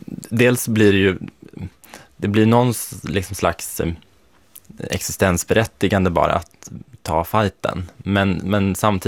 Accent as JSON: {"language": "Swedish", "country": "Sweden", "said": "För även då var jag ju väldigt öppen med att jag var same. För det var ju det är ju min identitet, så det pratade jag väldigt mycket om."}